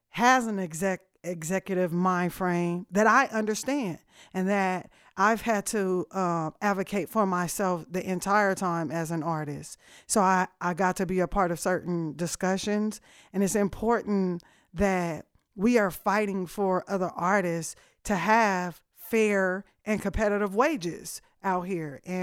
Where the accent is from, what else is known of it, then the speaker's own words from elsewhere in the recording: Oakland, California, United States; now in Austin, United States; I'm from Oakland